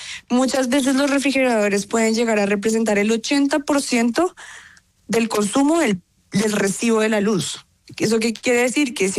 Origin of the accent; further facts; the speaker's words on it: Colombia; Nosotros como Nanofreez, como colombianos, decidimos participar en la única categoría global